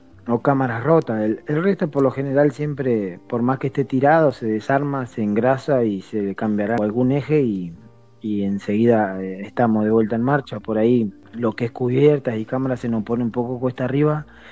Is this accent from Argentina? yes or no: yes; Argentina; me crié entrenando en La Barda, que es acá, pegadito a estos barrios